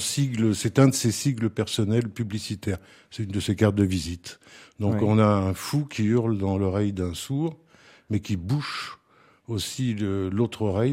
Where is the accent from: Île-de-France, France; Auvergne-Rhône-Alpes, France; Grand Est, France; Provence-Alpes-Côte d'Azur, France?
Provence-Alpes-Côte d'Azur, France; Gap; born there; Alors, je suis né au milieu du siècle dernier, dans le quartier du Rochasson, au-dessus de Gap.